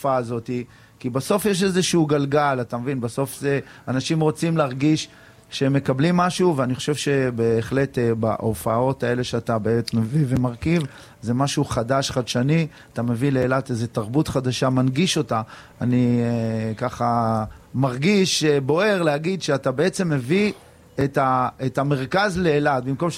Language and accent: Hebrew; Eilat, Southern District, Israel; אני כאילתי שחי פה בעיר